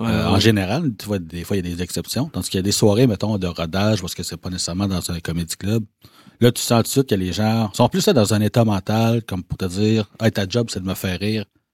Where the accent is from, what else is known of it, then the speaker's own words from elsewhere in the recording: Val-d'Or, Quebec, Canada; T'sais, moi, je viens de Val-d'Or. Fait que j'ai principalement grandi à Val-d'Or.